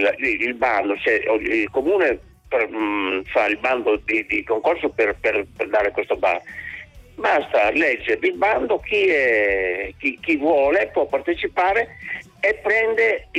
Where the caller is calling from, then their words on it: Mogorella, Sardinia, Italy; Il mio paese è uno dei più bei paesini di questa zona. Abbiamo una posizione ideale, il sole tutto il giorno, degli alberi, dei tramonti inimmaginabili.